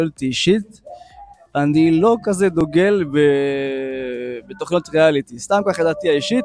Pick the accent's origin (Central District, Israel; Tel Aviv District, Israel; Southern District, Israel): Southern District, Israel; Beersheba; born there; אני כאן מבאר שבע, נולדתי כאן.